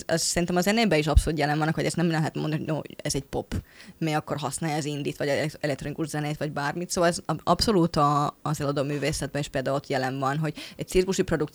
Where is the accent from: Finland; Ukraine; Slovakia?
Finland; now in Hungary